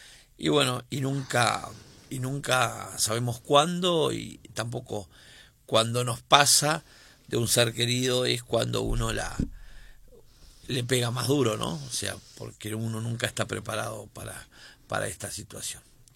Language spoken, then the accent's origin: Spanish; Cerro Pelado, Rivera, Uruguay; yo fui criado en Cerro Pelado